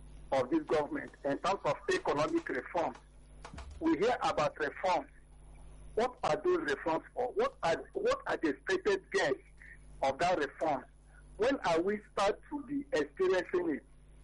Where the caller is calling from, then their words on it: Iba, Lagos, Nigeria; I'm calling from Eba, Lagos.